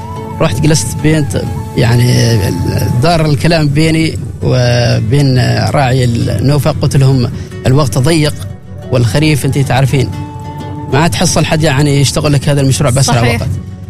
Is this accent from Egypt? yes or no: no; Oman; صار نحن كعمانيين البيت الثالث